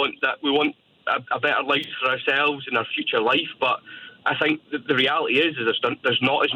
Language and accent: English; St Andrews, Scotland, United Kingdom; now in London, United Kingdom; I grew up in St Andrews, which is obviously university town. There's a lot of money in there.